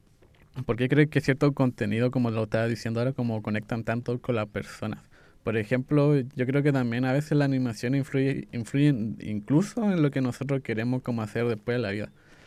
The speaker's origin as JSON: {"language": "Spanish", "country": "Chile"}